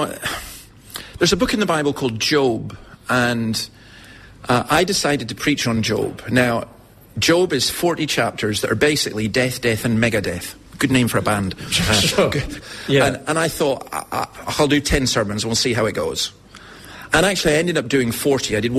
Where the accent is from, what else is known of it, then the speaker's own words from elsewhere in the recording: Scotland, United Kingdom; I'm a Scottish Calvinist